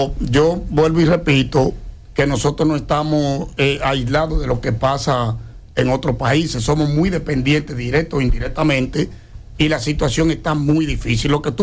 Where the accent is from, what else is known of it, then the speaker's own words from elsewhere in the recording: Santo Domingo, Distrito Nacional, Dominican Republic; he sido un ciudadano simple, normal, de barrio. Yo nací en Gualey, en el sector, en el populoso sector de Gualey.